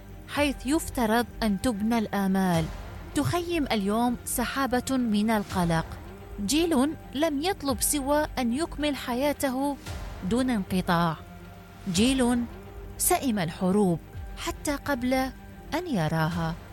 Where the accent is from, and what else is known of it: Iraq